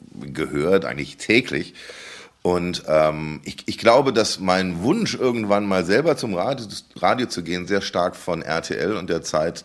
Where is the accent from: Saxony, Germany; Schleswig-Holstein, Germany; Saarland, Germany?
Saarland, Germany; Ich bin im Saarland geboren, im Saarland groß geworden